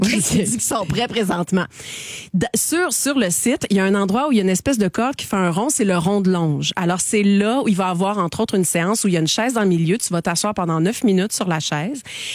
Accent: Roxton, Quebec, Canada; moved away; C'est à côté de mon village natal, Roxton.

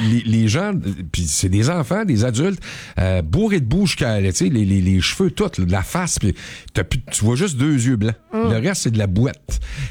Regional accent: Quebec, Canada; Tu sais que ça, c'est chez nous au Québec, c'est une mode.

